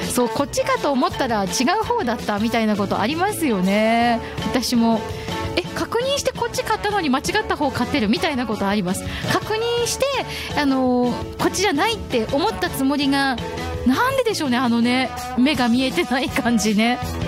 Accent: Hokkaido, Japan; 北海道民としてもトウモロコシの産地ですからやってみたいなと思いました。

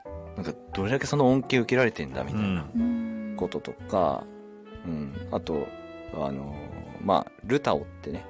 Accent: Otaru, Hokkaido, Japan

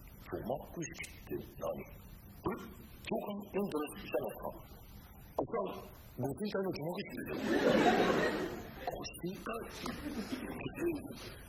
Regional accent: Toyama, Japan; 私のふるさと富山県

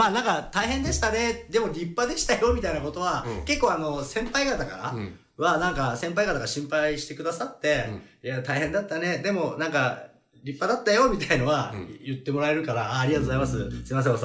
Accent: Hokkaido, Japan; moved away; 北海道で有名な。うんうん、なんか、嬉しいのよ、自分のふるさとで。

